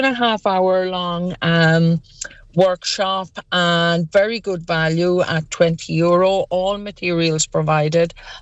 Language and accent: English; Ulster, Ireland; Oh, I'm originally from Tyrconnell, from Dunangal, from Donegal, and this wouldn't be a good time to dwell on matters to do with football